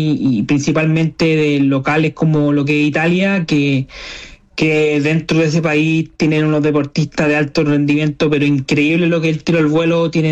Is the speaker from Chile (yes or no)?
yes; Ovalle, Coquimbo, Chile; Claro, yo soy nacido y criado acá en Ovalle, mi familia toda es de acá, de la cuarta región